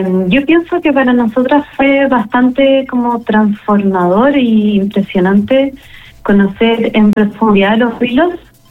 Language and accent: Spanish; Santiago, Santiago Metropolitan Region, Chile; no somos de los vilos, somos de Santiago.